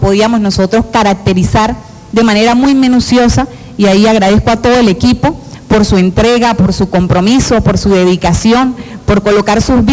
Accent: Venezuela; unidos como venezolanos

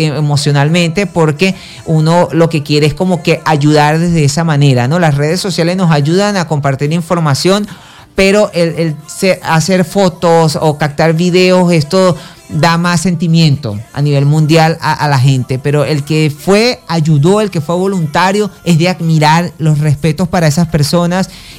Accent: Caracas, Capital District, Venezuela; born there; No comparto, y no nací en Táchira, nací en Caracas, pero soy más gocho que el pastelito con arroz con carne.

